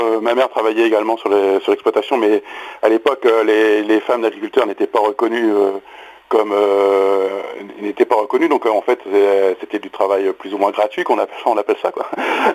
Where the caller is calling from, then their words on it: Pays de la Loire, France; j'appelle de la Sarthe, de l'ouest de la Sarthe exactement, près de Loué.